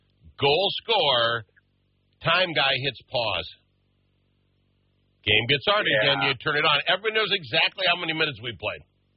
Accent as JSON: {"language": "English", "country": "United States", "said": "As an American"}